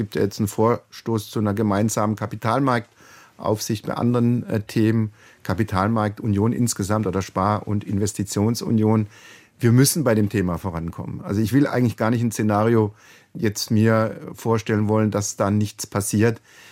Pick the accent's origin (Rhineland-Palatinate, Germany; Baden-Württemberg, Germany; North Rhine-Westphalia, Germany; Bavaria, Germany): Baden-Württemberg, Germany; Karlsruhe; ich bin ja, man hört es mir auch an, als Karlsruher nahe der französischen Grenze groß geworden